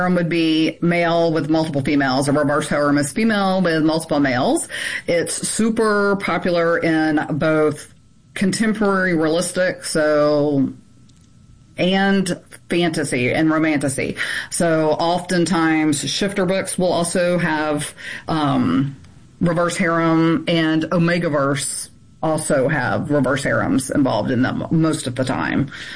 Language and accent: English; Louisiana, United States; So, I mean, I came from an extremely open background, which is really odd considering I'm from Deep South Louisiana and everything else.